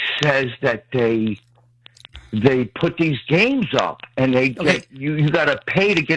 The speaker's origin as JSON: {"language": "English", "town": "Hoboken", "region": "New Jersey", "country": "United States", "tie": "born or raised there", "moved": "yes", "lives_now": "Florida, United States", "said": "You know, I grew up in Hoboken, Jersey City. It's a little bit different up there."}